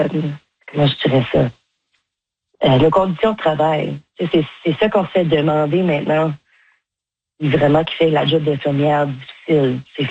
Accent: Manitoba, Canada; accent: Manitoba French; Mais je trouve que mon accent est proche assez bien du Manitoba.

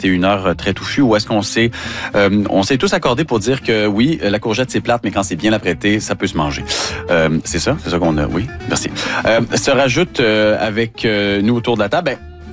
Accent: Quebec, Canada; je peux pas dire ça parce que je viens du Saguenay-Lac-Saint-Jean

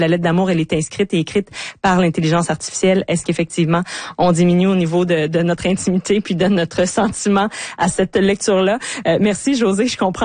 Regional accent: Quebec, Canada; s'il y a une région qui est populaire au Québec pour pratiquer ce sport, eh bien oui, c'est chez nous, en Haute-Mauricie

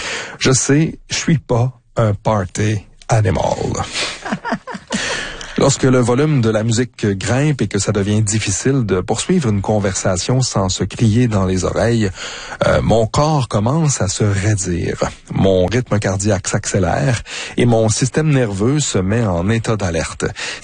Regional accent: Quebec, Canada; Faut dire que j'ai grandi dans le Québec des années 80 et en tant que garçon, danser c'était pour les efféminés, comme le voulait la rumeur de l'époque.

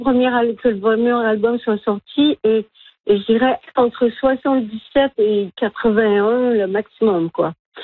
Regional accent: Quebec, Canada; accent: Québécois; Aujourd'hui, je l'ai beaucoup perdu, mais j'ai l'accent québécois.

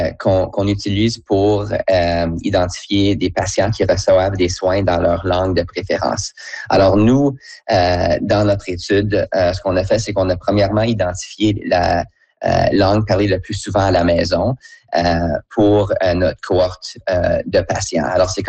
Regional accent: Ottawa, Ontario, Canada; Mais moi, j'ai grandi à Ottawa dans un environnement bilingue. J'ai fait la plupart de mes études en français.

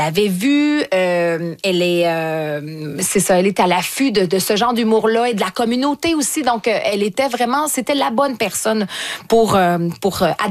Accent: Quebec, Canada; accent: Québécois; Mais j'ai un fort accent québécois

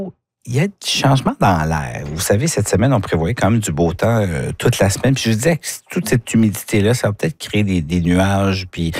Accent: New Brunswick, Canada; chez nous au Nouveau-Brunswick.

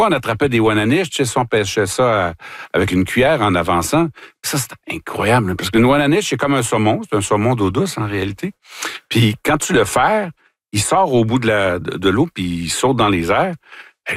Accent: Sorel, Quebec, Canada; Oui, parce que moi, j'ai grandi à Sorel. Puis c'est un endroit où je me sentais pas toujours bien.

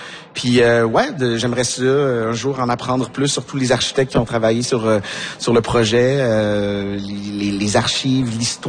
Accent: Quebec City, Quebec, Canada; Moi, je viens de Québec, dans une ville où on a de la difficulté à parler de mobilité.

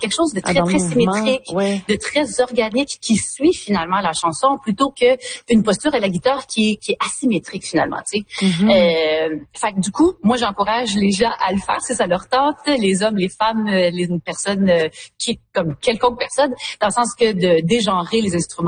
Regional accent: Quebec, Canada; moved away as an adult; also born or lived in Yukon; je mets beaucoup en valeur finalement mes racines, puis le Québec, puis de où je viens, puis cette dualité géographique, donc aussi culturelle, identitaire, qui m'habite, qui m'a toujours habité finalement depuis que je suis partie du Québec en 2007

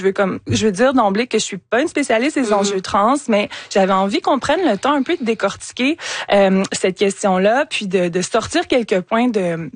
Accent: Canada; giga, méga événement planétaire qui va se tenir pour la première fois entre trois pays cette année, dont chez nous, au Canada.

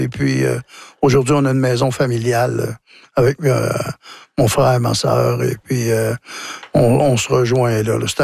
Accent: Wôlinak, Quebec, Canada; Chez nous, à Wolinac, la langue avait été éteinte.

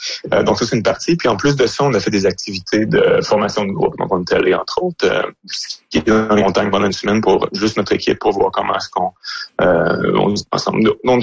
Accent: Quebec, Canada; moi, je viens de l'Abitibi, donc je suis habitué

